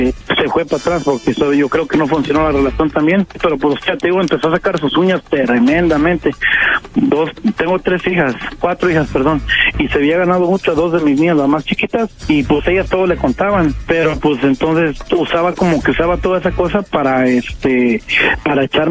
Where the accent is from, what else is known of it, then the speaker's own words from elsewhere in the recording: Mexico; No, yo soy mexicano.